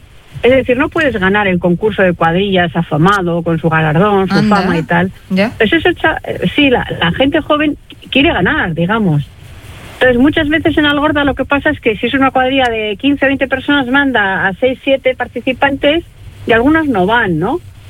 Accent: Getxo, Basque Country, Spain; hace mucha pena porque es mi pueblo, yo me he criado ahí en el Puerto Viejo, en la playa y tal.

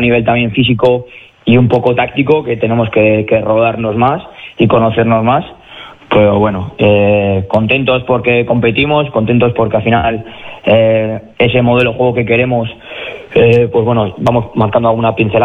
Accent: Logroño, La Rioja, Spain; soy también de Logroño, de La Rioja

